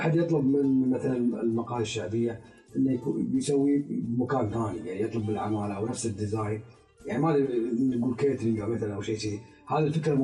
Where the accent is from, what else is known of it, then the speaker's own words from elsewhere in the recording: Kuwait; إحنا ككويتيين